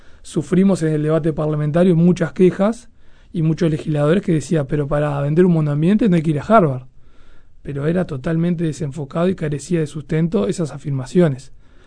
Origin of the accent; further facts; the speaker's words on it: Uruguay; uno como uruguayo